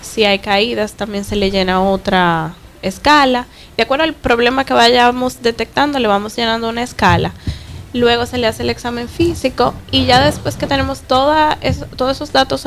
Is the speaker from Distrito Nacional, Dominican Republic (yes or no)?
no; Puerto Plata, Dominican Republic; cuando yo terminé la carrera de medicina, que vine aquí a mi pueblo a hacer la pasantía de ley